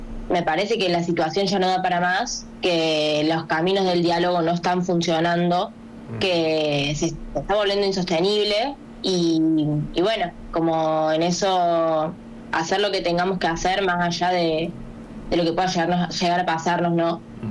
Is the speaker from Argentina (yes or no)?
yes; Río Cuarto, Córdoba, Argentina; now in Córdoba, Argentina; Que soy de Río Cuarto yo.